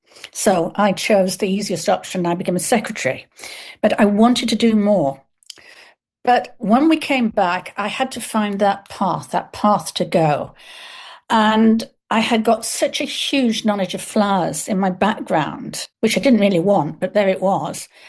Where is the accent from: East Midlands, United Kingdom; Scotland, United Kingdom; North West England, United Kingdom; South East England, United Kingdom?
North West England, United Kingdom; Lake District; now in London, United Kingdom; We had a big garden because I come from the Lake District.